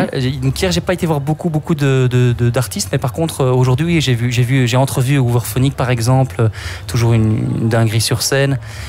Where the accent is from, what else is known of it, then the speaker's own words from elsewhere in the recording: Belgium; on est belge et on est attaché à la Belgique.